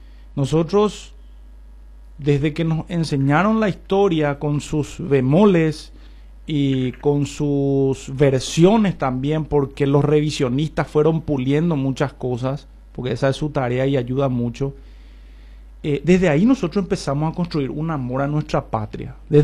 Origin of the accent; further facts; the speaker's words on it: Paraguay; Como joven, como paraguayo y como representante también de mucha gente acá en el departamento.